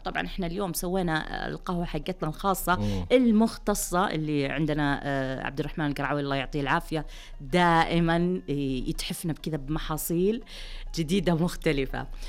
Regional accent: Saudi Arabia; هنا عندنا في المملكة العربية السعودية

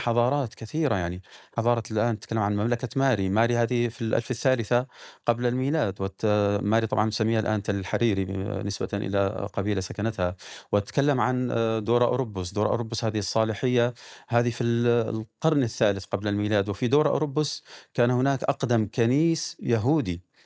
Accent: Deir ez-Zor, Deir ez-Zor Governorate, Syria; moved away; أنا لا من أبناء مدينة دير الزور.

